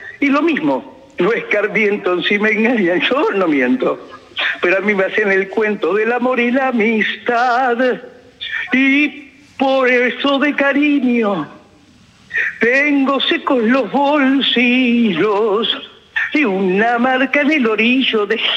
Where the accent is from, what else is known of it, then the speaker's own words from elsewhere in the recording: Buenos Aires, Argentina; Y fui criada en Villa del Parque.